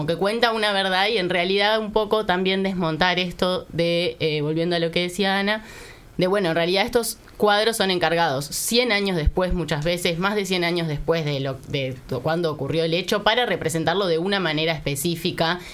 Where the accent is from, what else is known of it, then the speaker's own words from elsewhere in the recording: Uruguay; como todos somos uruguayos